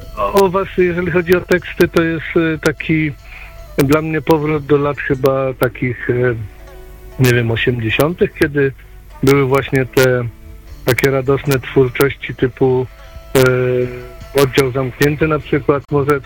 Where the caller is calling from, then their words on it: Gniezno, Greater Poland Voivodeship, Poland; Gniezno, pierwsza stolica Polski